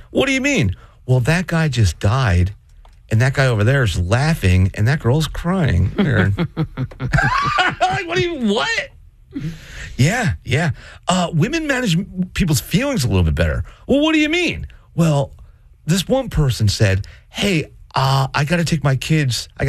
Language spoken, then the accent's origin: English; Brooklyn, New York, United States; I'm from Brooklyn.